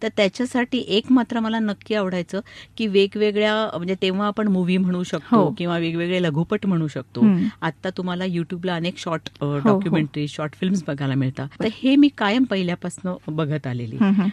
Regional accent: Nashik, Maharashtra, India; मी मूळची नाशिकचीच आहे. … मी पंचवटीला बिलॉंग करते आणि छान ब्राह्मण कुटुंबातली, मध्यमवर्य कुटुंबातून आलेली आहे

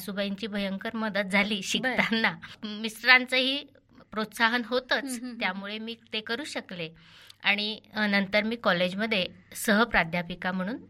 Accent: Buldhana, Maharashtra, India; मी मूळची बुलढाण्याची.

